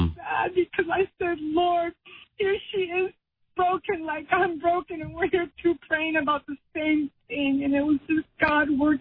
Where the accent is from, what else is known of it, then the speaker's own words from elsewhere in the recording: Los Angeles, California, United States; I'm literally from South Central.